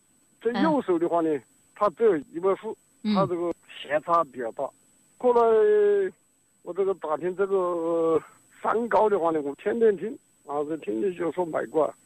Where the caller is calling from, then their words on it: Xiantao, Hubei, China; 我仙桃的。